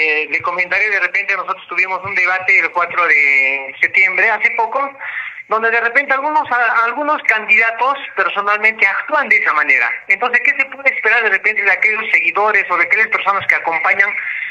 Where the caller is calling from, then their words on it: San Salvador, Peru; en mi pueblo San Salvador